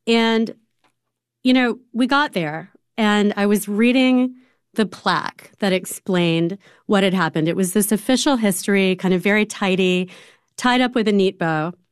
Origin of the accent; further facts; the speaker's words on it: Wilmington, North Carolina, United States; I was born in Wilmington in 1980. And yes, in 2016, I was 36.